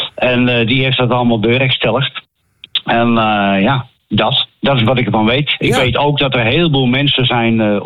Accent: Utrecht, Netherlands; born there; ik ben geboren in ook een wijk met een bijnaam. Dat wijk bestaat nog wel, maar de huisje waar ik geboren ben, dat niet. Dat is in de Rikketik.

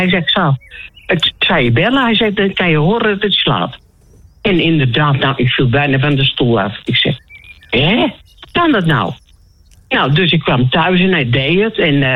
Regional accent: Langbroek, Utrecht, Netherlands; Langbroek.

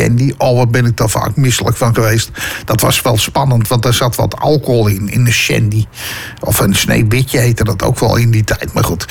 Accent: Purmerend, North Holland, Netherlands; Als iemand een accent heeft, dan ben ik het wel. Maar Joey Nukilai ook. Ja, ik kom uit Purmerend. Ik denk zo, ja, dat is nogal te horen.

